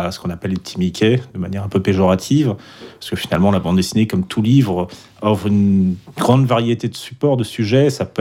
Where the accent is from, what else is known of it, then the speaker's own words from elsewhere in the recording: Paris, Île-de-France, France; je suis parisien